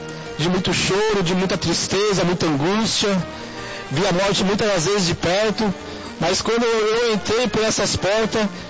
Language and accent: Portuguese; São Paulo, Brazil; Lá de Guianazes.